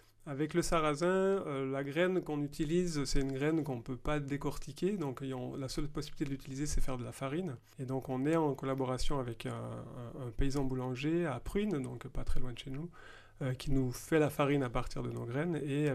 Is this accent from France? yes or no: no; Switzerland; Moi, je suis de Suisse, donc j'ai suivi le mouvement, on peut dire comme ça.